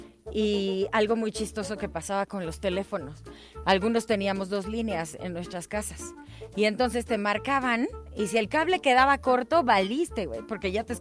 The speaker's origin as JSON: {"language": "Spanish", "town": "Guadalajara", "region": "Jalisco", "country": "Mexico", "said": "además de mi tierra, Guadalajara, Jalisco."}